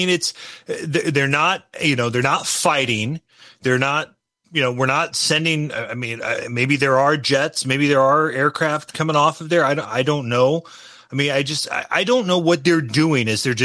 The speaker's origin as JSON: {"language": "English", "region": "Illinois", "country": "United States", "said": "I'm from Northern Illinois, and well, I've been to the Sandwich Fair."}